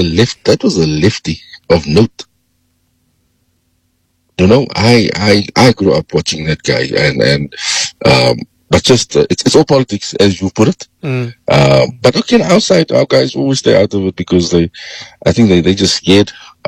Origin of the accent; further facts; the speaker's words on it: South Africa; as a South African football executive member.